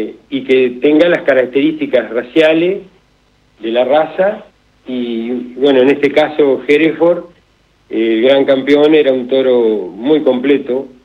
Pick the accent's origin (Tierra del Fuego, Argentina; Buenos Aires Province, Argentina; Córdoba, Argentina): Buenos Aires Province, Argentina; Benito Juárez; also born or lived in Necochea; Mirá, yo nací en Necochea, una familia trabajadora, y a los 8 años a mi padre lo trasladan a Juárez, y bueno, a un campamento de vialidad, él trabajaba en vialidad.